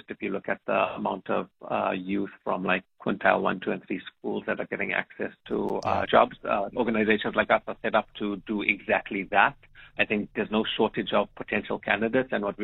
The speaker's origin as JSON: {"language": "English", "country": "South Africa", "said": "as South African"}